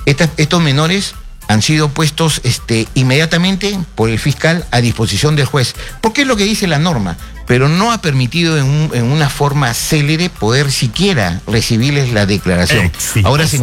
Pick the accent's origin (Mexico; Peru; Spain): Peru; todos somos peruanos